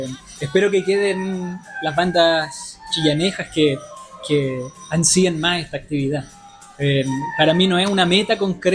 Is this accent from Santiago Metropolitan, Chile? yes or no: no; Quiriquina, Ñuble, Chile